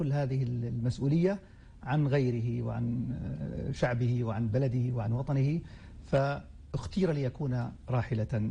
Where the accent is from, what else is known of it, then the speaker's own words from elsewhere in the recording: Palestine; نحن أمة الإسلام أكثر من كوننا فلسطينيين